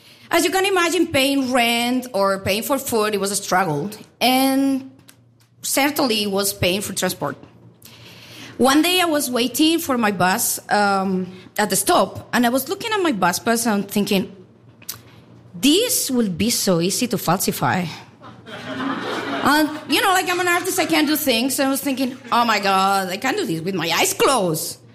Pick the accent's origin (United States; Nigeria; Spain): Spain; English is a second language